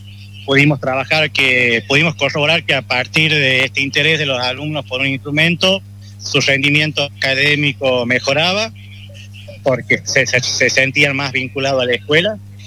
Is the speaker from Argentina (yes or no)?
yes; Chilecito, La Rioja, Argentina; Yo soy de Chilecito, pero trabajo hace 16 años en el colegio secundario de Pituil.